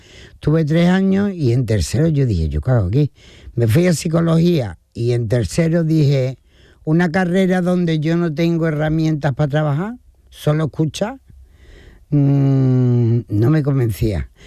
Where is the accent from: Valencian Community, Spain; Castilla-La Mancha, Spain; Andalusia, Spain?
Andalusia, Spain; Seville; also born or lived in Antequera; Y nos vinimos para acá, con lo cual yo desde que tengo un año vivo en Sevilla, me considero más sevillana